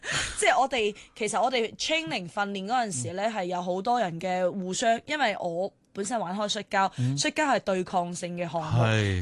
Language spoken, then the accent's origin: Cantonese; Zhongshan, Guangdong, China; 是啊我是、广东中山人、是啦、啊、我是中山的、所以我讲到广东话那么标准